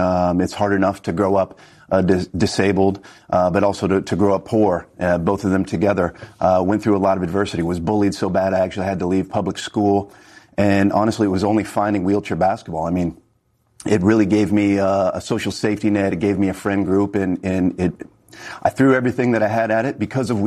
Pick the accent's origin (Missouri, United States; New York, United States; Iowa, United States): Iowa, United States; Council Bluffs; He won my hometown, a community of Council Bluffs, by 10 points.